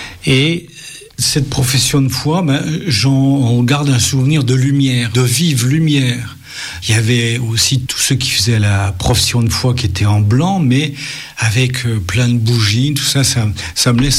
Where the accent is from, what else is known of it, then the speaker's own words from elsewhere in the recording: Grand Est, France; moi je suis lorrain, fier d'être lorrain, et je mourrai lorrain.